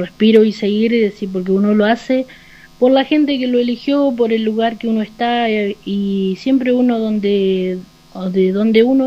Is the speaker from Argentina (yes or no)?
yes; Laguna Blanca, Argentina; yo soy de acá, de Laguna Blanca, me crié acá en el campo, fui a la escuela de acá, me eduqué acá, tuve mis hijos acá